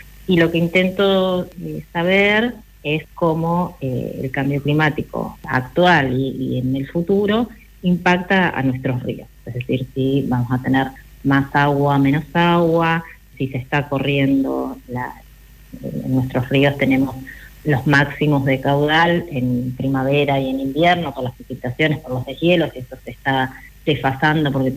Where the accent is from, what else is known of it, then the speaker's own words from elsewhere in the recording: Río Gallegos, Santa Cruz, Argentina; born there; also born or lived in La Pampa; Yo nací en Río Gallegos, soy viví en Patagónica, después viví muchos años en el campo de mi abuelo en La Pampa